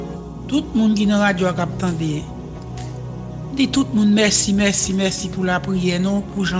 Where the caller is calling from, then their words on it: Montreal, Quebec, Canada; je suis au Canada